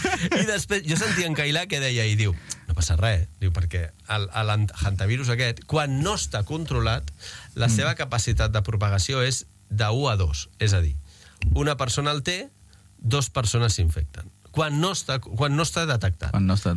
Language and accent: Catalan; Catalonia, Spain; perquè a Catalunya és el mateix. Vull dir que estem com que 5 som catalans